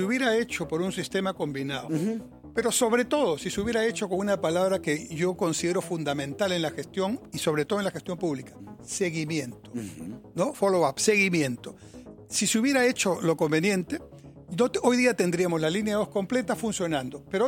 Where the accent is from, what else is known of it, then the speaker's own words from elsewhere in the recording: Peru; a mí como peruano y como exministro